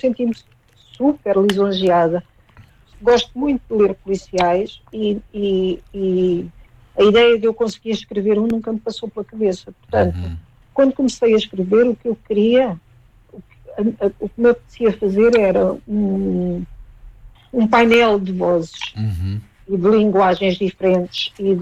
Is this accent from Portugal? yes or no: yes; Alentejo, Portugal; E eu, como alentejana